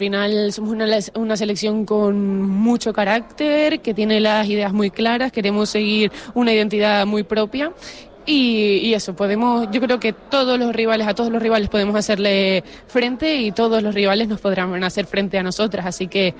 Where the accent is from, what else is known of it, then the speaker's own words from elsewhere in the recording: Canary Islands, Spain; Jugar con la absoluta y encima en mi tierra, con mi gente, siento orgullo máximo.